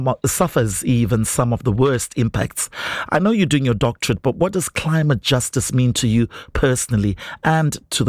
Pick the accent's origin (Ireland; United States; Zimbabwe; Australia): Zimbabwe; now in United Kingdom; I'm originally from Zimbabwe and I had acclimatized to the cold. I'm struggling with the heat and I'm from a tropical, you know, savannah.